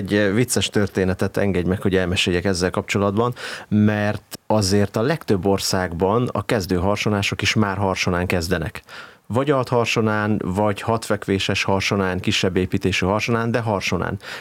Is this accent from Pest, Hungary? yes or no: no; Tótkomlós, Békés, Hungary; born there; Még gyerekként Tóth Komlóson az evangélikus templomban